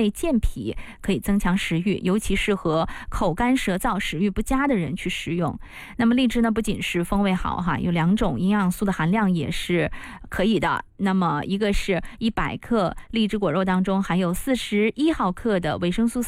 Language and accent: Chinese; Shenzhen, Guangdong, China; 我们深圳人